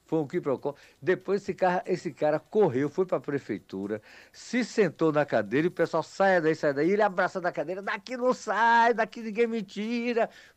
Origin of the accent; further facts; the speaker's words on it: Deiró, Bahia, Brazil; now in Bom Sucesso, Brazil; Eu disse, não, eu sou aqui do Deiró. Mas só que agora eu estou morando no Bom Sucesso